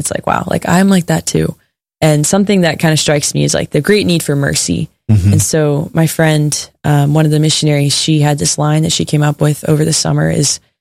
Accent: Texas, United States; talking about our home states. I've never talked about Texas more in my life.

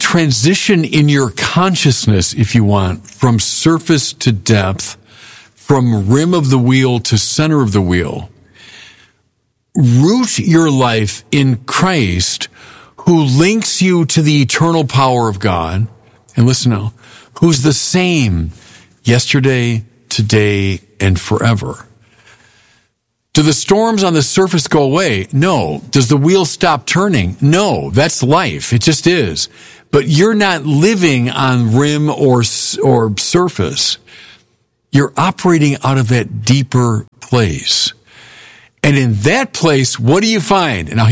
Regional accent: Chicago, Illinois, United States; I'm from Chicago, like Lake Michigan, which is like inland sea.

